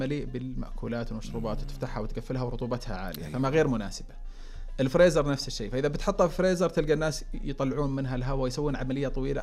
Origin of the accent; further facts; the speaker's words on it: Saudi Arabia; احنا كسعوديين